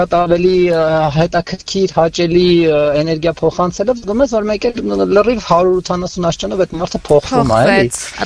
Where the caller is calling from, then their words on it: Yerevan, Armenia; Երևանից եմ